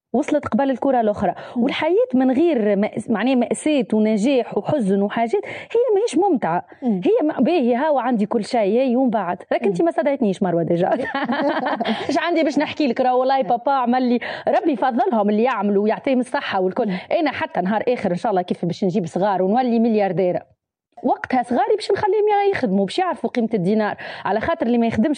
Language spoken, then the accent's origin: Arabic; Sousse, Sousse Governorate, Tunisia; moved away as an adult; also born or lived in Sbeitla, Kasserine; وانا من سوسه على باز معناها انا اصلي الاصيل من سبيتلا من القصرين اما معناها عايشة وقريت وكل شيء في سوسة.